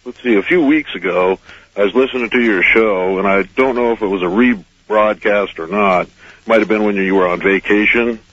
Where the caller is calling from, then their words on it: Reno, Nevada, United States; from Reno.